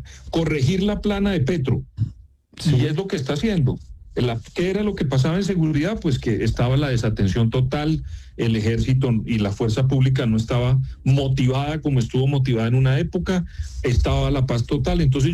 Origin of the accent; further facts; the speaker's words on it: Colombia; yo como colombiano